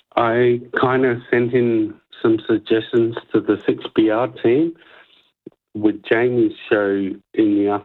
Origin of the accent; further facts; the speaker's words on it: Kambalda, Western Australia, Australia; also born or lived in Kalgoorlie; Yeah. Or Kambalda.